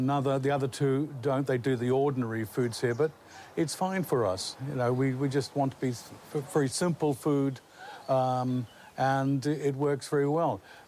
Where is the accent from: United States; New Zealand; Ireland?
New Zealand; for me, as a New Zealander, all the way from New Zealand, for me it was v